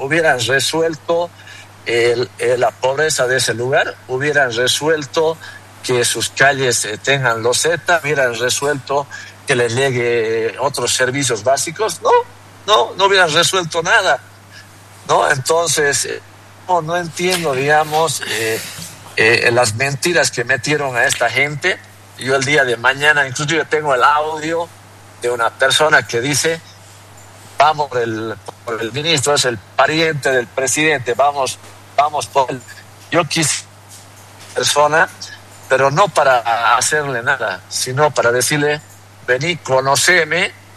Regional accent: Bolivia; ¿Qué queremos como bolivianos?

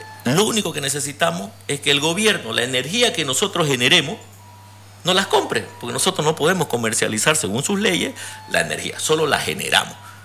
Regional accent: Bolivia; uno queda mal como boliviano

